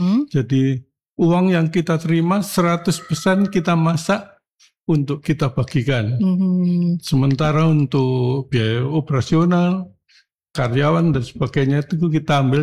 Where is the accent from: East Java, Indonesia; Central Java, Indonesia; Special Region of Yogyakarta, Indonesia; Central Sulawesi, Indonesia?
East Java, Indonesia; Surabaya; now in Medan, Indonesia; Surabaya itu kampung saya ya.